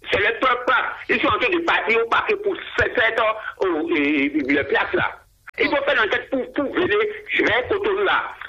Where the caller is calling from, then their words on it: Ouidah, Atlantique, Benin; Je vous appelle de Ouida